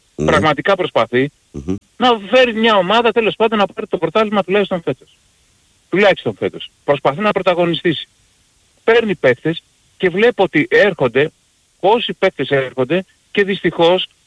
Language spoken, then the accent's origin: Greek; Peristeri, Attica, Greece; είμαι από το Περιστέρι, Παναθηναϊκός.